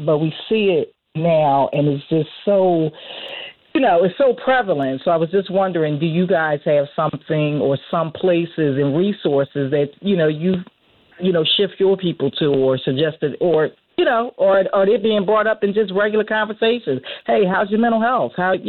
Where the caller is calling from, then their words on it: Philadelphia, Pennsylvania, United States; I'm calling in from Philadelphia, and I just wanted to just make a comment.